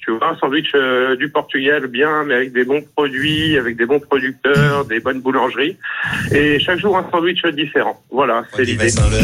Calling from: Limoges, Nouvelle-Aquitaine, France; J'habite à Limoges.

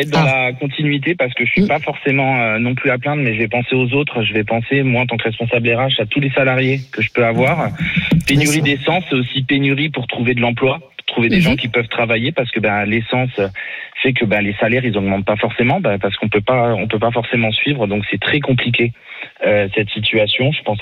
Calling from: Troyes, Grand Est, France; j'habite à Troyes, mais mes grands-parents et mes parents sont dans le fin fond de la Haute-Marne

